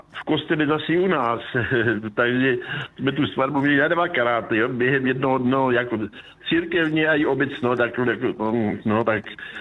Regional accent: Olbramovice, South Moravian Region, Czechia; born there; tak já jsem se narodil v Olbramovicích u Moravského Krumlova. To nejsou ty Olbramovice někde u Benešova, to jsou tady u Moravského Krumlova.

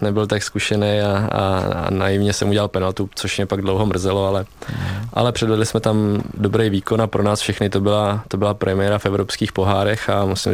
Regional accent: Vysočina Region, Czechia

